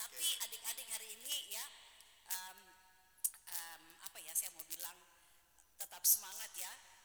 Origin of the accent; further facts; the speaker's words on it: Palu, Central Sulawesi, Indonesia; Kita kan orang Palu